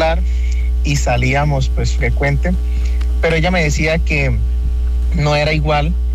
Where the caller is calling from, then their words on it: Piedecuesta, Santander, Colombia; Estoy llamando desde por acá de Piedecuesta.